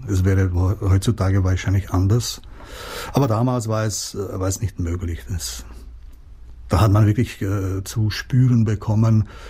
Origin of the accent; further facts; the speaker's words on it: Czechia; first language Czech; German is a second language; in meiner Muttersprache, weitere 10 Jahre. Es sind 2 Romane entstanden und eine Erzählung. Und ich befand mich damals am Rande der Literaturszene. Ich habe eigentlich als Autor nicht existiert, weil ich auf Tschechisch schrieb.